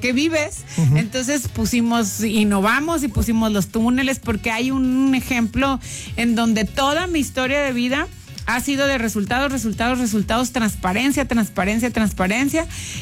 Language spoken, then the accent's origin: Spanish; Monterrey, Nuevo León, Mexico; porque además así somos los regios.